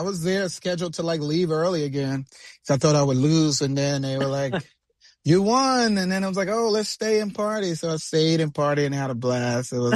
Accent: Newark, New Jersey, United States; So I was born in Newark, New Jersey. My parents moved to Newark, New Jersey in the 50s. So as well as my great-grandfather. So he started the church there in Newark, New Jersey. And so I grew up there

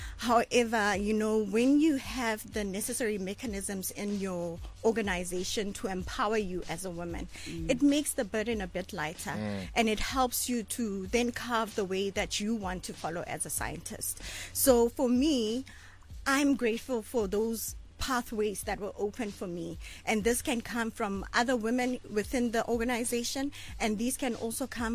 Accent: Soshanguve, Gauteng, South Africa; also born or lived in Winterveld; I'm from Soshanguve. I grew up in Soshanguve.

